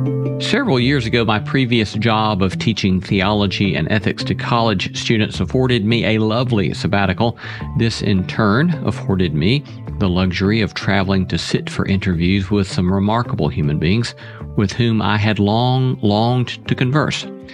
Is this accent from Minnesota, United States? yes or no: no; Alabama, United States; You know, so I'm from Alabama. I can hardly do foreign accents.